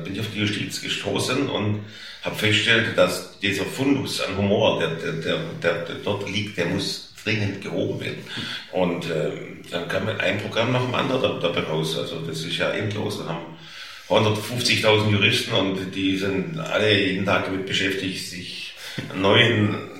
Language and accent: German; Stuttgart, Baden-Württemberg, Germany; accent: Swabian